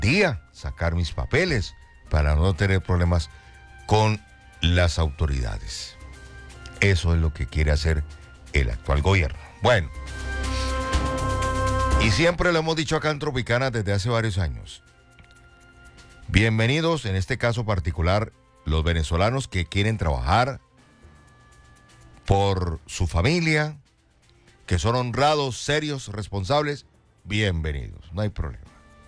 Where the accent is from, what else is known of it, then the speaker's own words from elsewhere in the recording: Colombia; como decimos acá en Colombia